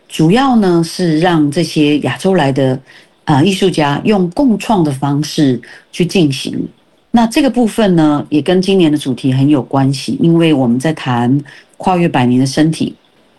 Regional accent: Taiwan; 那当我们一个台湾人怎么去学一个缅甸舞的动作

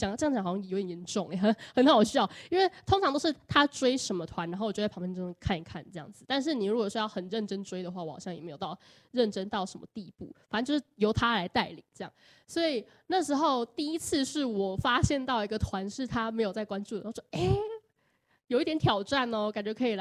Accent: Hsinchu, Taiwan; 因为我不是住在南部的嘛，我是新竹人

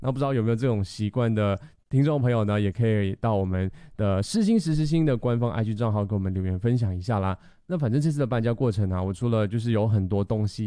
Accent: Malaysia; 我觉得这可能对于我们马来西亚人来讲呢

